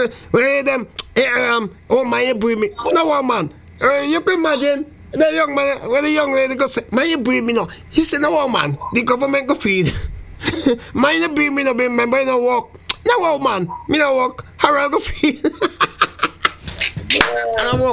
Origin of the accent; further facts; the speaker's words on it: St. Vincent & Grenadines; St. Vincent Grenadines is his, you know, my hometown.